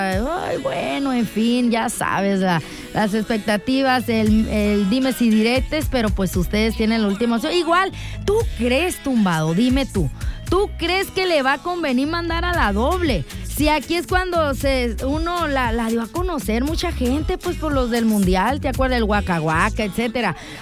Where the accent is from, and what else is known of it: Mexico